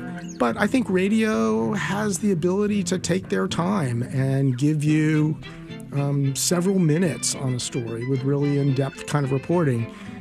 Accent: Winston-Salem, North Carolina, United States; I'm from Winston-Salem.

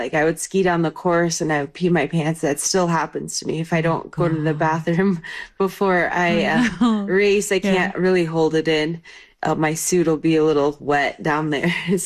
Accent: Colorado, United States; I grew up in Colorado. I was born to a ski shop owner named Buzz. I grew up basically with skis on my feet.

